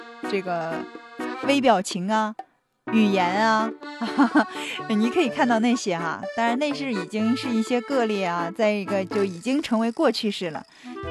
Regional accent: Harbin, Heilongjiang, China; 那么作为哈尔滨人哈、本地人可能要选择的这个可能性会很多啊

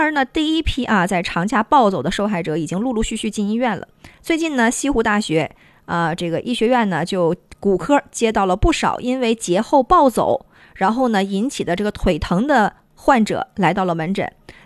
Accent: Harbin, Heilongjiang, China; 融合在我们哈尔滨人这个骨子里的这种浪漫的氛围

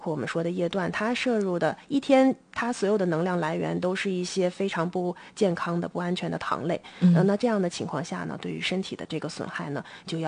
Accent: China; 然后包括这两年我们中国人会比较常见的、比较柔和的叫低碳水高蛋白的饮食。

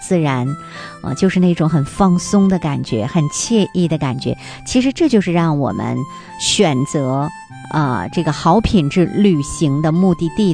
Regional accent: Harbin, Heilongjiang, China; 咱们东北人、哈尔滨人

